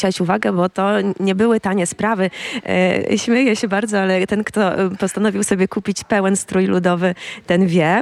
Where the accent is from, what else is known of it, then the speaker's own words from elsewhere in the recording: Chełm, Lublin Voivodeship, Poland; born there; jestem chełmianką z urodzenia